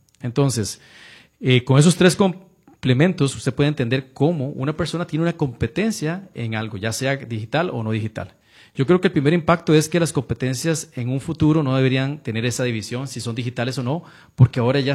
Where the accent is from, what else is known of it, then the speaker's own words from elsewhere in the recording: Costa Rica; moved away as an adult; como tico y latinoamericano